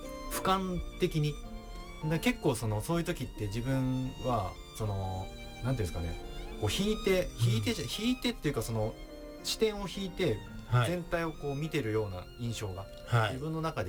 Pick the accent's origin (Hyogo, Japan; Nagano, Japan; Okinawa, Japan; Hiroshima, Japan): Nagano, Japan; Suwa; moved away; 僕長野県諏訪市出身なんですけど、